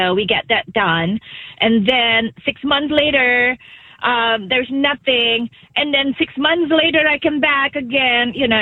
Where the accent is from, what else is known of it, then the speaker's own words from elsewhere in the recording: Indonesia; Oh, I'm from Indonesia, Asia, South Asia.